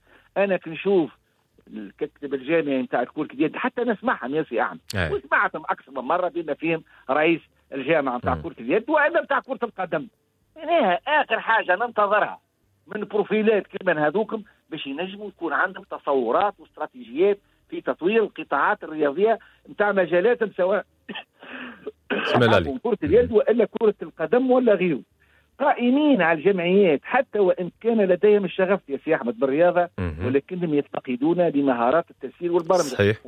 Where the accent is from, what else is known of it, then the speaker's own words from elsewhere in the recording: Tunisia; أنا كمواطن تونسي عايش في البيت ونشوفهم بعينين.